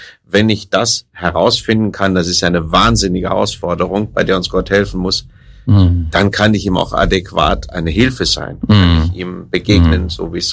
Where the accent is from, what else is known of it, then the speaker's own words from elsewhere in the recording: Rhineland, Germany; Ich bin ein Rheinländer, ja